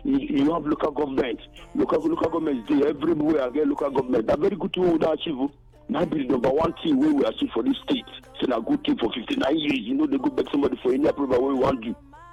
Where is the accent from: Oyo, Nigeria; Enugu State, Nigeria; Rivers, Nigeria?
Rivers, Nigeria; Port Harcourt; from Port Harcourt.